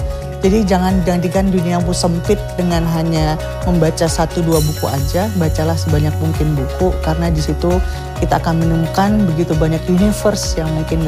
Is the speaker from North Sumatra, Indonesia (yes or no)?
yes; North Sumatra, Indonesia; Kalau aku orang Melayu Deli, kalau orang Melayu Deli itu panggil bapaknya itu Entu gitu.